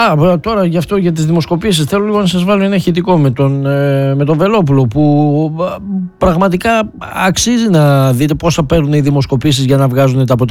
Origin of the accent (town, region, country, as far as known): Greece